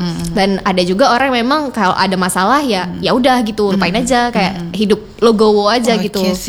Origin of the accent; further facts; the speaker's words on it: Aceh, Indonesia; Ya, saya dari Nagan Raya Bapak.